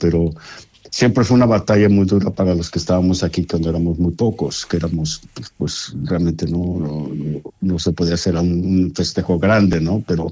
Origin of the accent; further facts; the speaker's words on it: Mexico; moved away; la comunidad mexicana que tenía desde hace años, hace de 40 años, éramos como 15 mexicanos acá